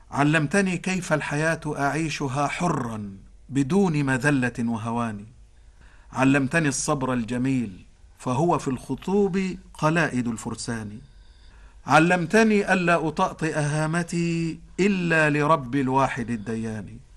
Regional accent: Egypt; جميعا كمصريين

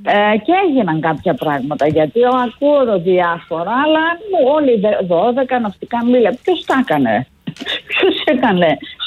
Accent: Northern Greece, Greece; ειδικά εμένα που είμαι και από τη Βόρεια Ελλάδα

